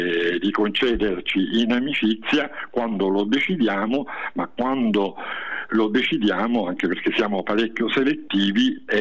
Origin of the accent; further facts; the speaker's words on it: Sicily, Italy; now in Tuscany, Italy; con la mia terra, con la Sicilia